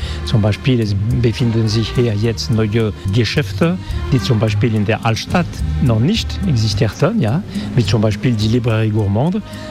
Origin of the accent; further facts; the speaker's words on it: France; German is a second language; das ist eine Tradition bei uns in Frankreich, dieser Repas gastronomique